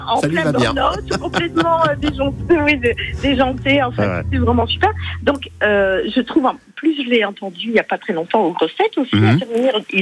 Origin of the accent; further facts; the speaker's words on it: Belgium; now in France; Non, je suis une Belge immigrée